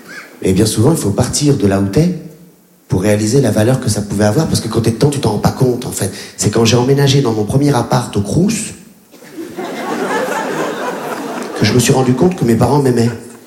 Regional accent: Réunion; Parce que moi, à l'époque, quand j'étais gamin, mes ennemis à La Réunion, c'était les surfeurs.

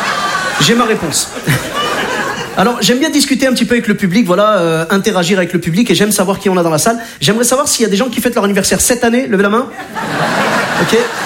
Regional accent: Clermont-Ferrand, Auvergne-Rhône-Alpes, France; je suis originaire de Clermont-Ferrand. Alors... Clermont-Ferrand, pour ceux qui ne connaissent pas, c'est un peu le pays des pneus et du fromage.

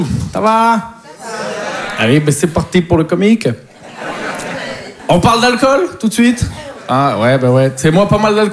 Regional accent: Poitiers, Nouvelle-Aquitaine, France; Mais bon, en plus, je viens de Poitiers, donc il faut s'occuper. Hein. Tu peux pas aller au Futuroscope 5 fois par semaine, quoi.

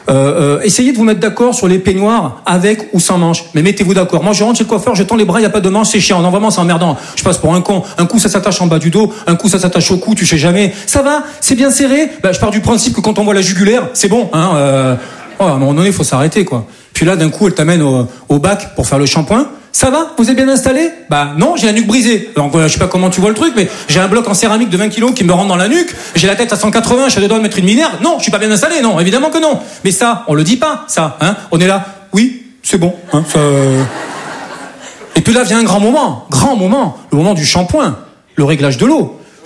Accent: south of France, France; now in Paris, France; Je dis ça parce que moi, je viens du sud de la France. Et chez nous, c'est un peu plus tranquille, quoi. Et, moi, voilà, je suis monté sur Paris, voilà, pour devenir comédien.

